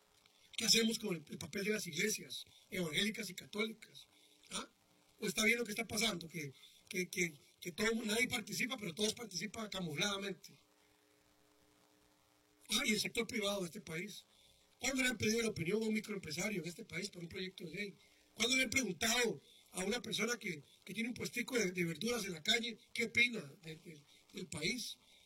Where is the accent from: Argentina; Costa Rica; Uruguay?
Costa Rica; Yo en estos momentos soy un costarricense